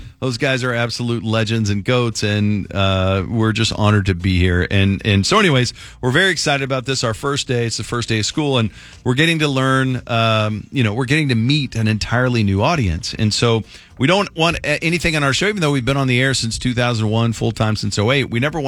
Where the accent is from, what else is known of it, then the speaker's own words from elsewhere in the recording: Richardson, Texas, United States; We grew up in Richardson, Texas. So we're local guys, born and raised here.